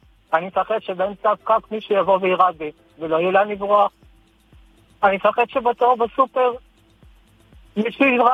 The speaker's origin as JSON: {"language": "Hebrew", "town": "Jerusalem", "region": "Jerusalem District", "country": "Israel", "tie": "born or raised there", "lives_now": "Azarya, Israel", "said": "אני יליד ירושלים, היום אני גר במושב עזריקה."}